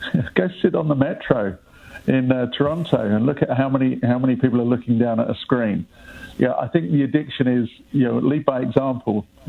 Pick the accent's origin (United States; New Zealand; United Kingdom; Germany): United Kingdom; England; Well, who do you think I'd be rooting for? with my accent, I'm English.